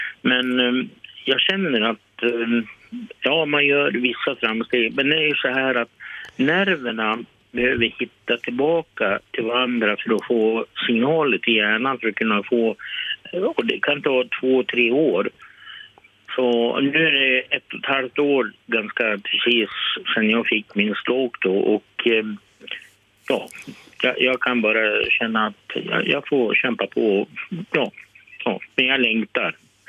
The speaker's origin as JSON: {"language": "Swedish", "town": "Vilhelmina", "region": "Västerbotten County", "country": "Sweden", "said": "Jag är västerbottning. Jag kommer från Vilhelmina."}